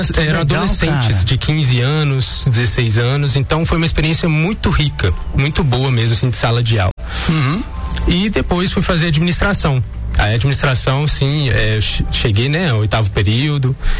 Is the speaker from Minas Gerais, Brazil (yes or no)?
yes; Coronel Fabriciano, Minas Gerais, Brazil; é nascido e criado aqui no Vale do Aço, né? Nasci aqui em Coronel Fabriciano.